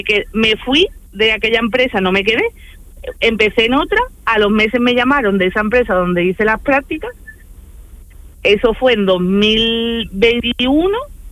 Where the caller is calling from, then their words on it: Carmona, Andalusia, Spain; yo entro a las 7 en Bormujo y soy de Carmona.